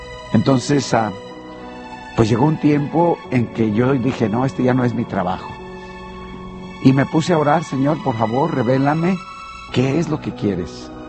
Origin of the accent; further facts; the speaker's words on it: Guanajuato, Mexico; Yo soy del estado de Guanajuato, entonces el seminario estaba en León, Guanajuato